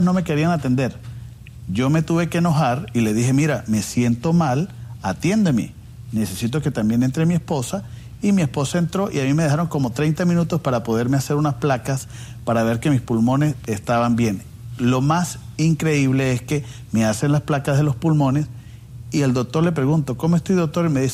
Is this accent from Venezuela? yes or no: yes; Venezuela; now in United States; Sí, soy venezolano.